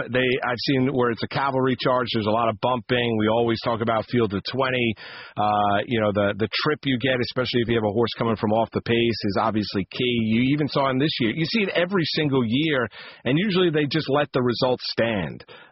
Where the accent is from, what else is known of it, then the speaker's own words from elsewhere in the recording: East Coast, United States; listen, I grew up on the East Coast. I didn't grow up out in Southern California.